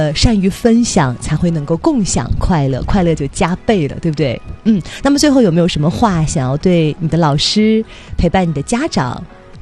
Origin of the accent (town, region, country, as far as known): Jilin, China